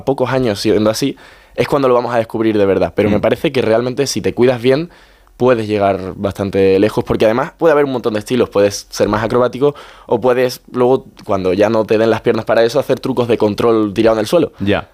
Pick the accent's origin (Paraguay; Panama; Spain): Spain; Seville, Andalusia; now in Madrid, Spain; Yo, por ejemplo, ahora voy a tener un alquiler en Madrid también, porque estoy todo el tiempo aquí, soy de Sevilla